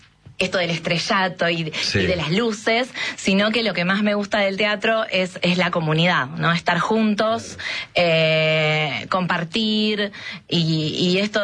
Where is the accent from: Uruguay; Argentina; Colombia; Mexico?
Argentina; Buenos Aires; yo soy de Villa Lugano, en donde casi no hay centros culturales, no había cuando yo era chica y tampoco hay ahora.